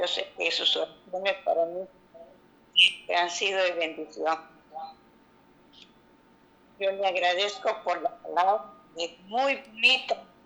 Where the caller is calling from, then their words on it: Santa Catarina, Nuevo León, Mexico; de Santa Catarina.